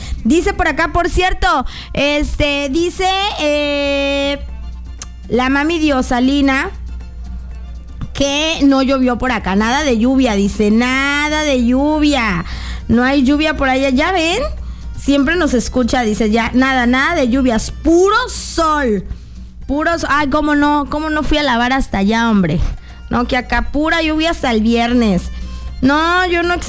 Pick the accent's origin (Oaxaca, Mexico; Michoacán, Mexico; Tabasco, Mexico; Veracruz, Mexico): Tabasco, Mexico; Cunduacán; Cunduacán. Ahí está. Ok, dice, sí, es mi tierra querida, mi tierra adorada.